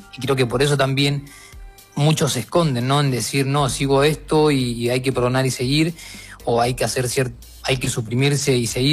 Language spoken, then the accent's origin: Spanish; Argentina; Y yo no me puedo estar peleando con una persona que es de Ecuador porque yo soy de Argentina.